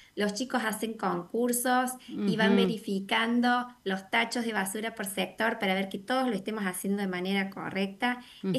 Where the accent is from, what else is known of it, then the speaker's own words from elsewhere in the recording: Córdoba, Argentina; accent: Cordoban tonada; Soy cordobesa